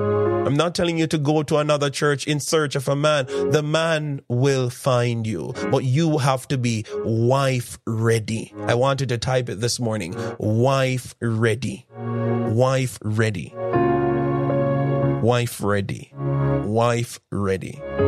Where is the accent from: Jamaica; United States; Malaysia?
Jamaica; moved away; I grew up on St. John's Road